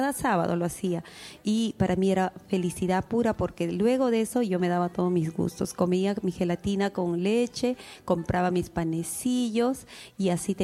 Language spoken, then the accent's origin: Spanish; Chincheros, Peru; Crecimos en Chincheros